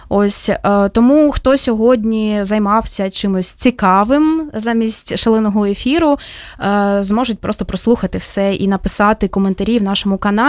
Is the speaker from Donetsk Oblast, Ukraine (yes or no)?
yes; Donetsk, Donetsk Oblast, Ukraine; що я родом із Донецька